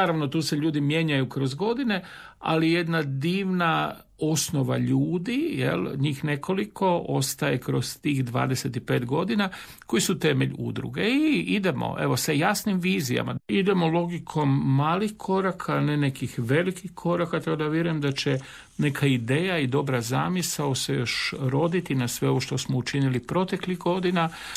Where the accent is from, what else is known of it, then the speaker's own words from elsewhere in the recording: Samobor, Zagreb County, Croatia; Tako smo mi Samoborci ponosni na svoju procesiju Majke Božje Bistričke